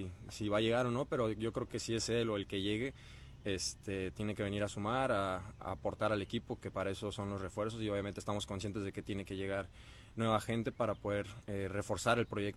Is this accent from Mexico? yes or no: yes; Mexico; La verdad nos da mucho gusto como mexicanos, ahorita que todos estamos viendo el Mundial